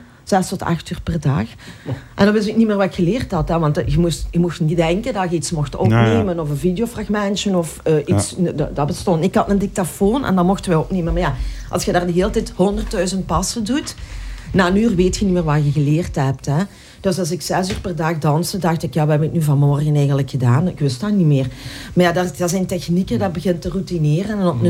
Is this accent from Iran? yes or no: no; Lillo, Flanders, Belgium; first language Spanish; moved away as an adult; En ik kwam uit Lilo. Middle of nowhere.